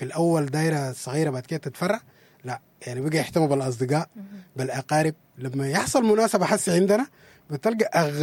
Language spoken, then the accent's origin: Arabic; Sudan; فزمان زي ما قلنا زمان كسودانيين الشمل بتاعنا أوسع شوية